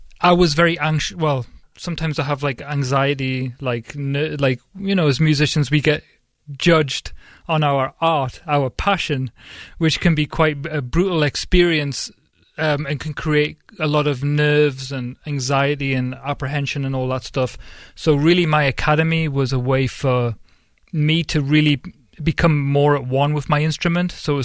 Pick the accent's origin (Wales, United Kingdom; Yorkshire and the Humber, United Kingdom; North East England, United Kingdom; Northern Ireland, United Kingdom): North East England, United Kingdom; Newcastle upon Tyne; moved away as an adult; now in Western Pennsylvania, United States; I'm from Newcastle, England, so the northeast of England, right on the border of Scotland. And I've lived here 15 years, maybe.